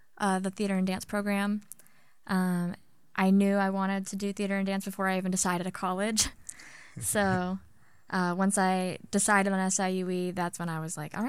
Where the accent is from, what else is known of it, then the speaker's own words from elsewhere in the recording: Staunton, Illinois, United States; I am from Staunton, Illinois, which is about, 30 minutes from Edwardsville. I've lived there my whole life.